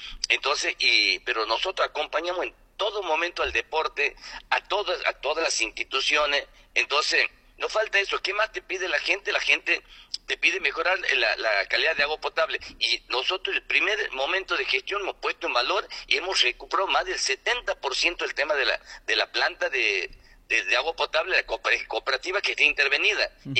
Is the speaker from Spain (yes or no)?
no; Loreto, Santiago del Estero, Argentina; nosotros en Loreto?